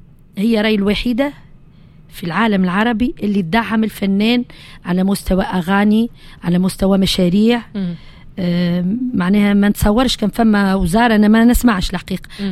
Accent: Wedhref, Gabès Governorate, Tunisia; أنا جبسية وتحديدا من وذرف

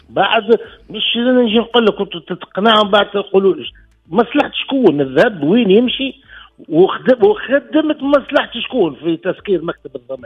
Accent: Tunisia

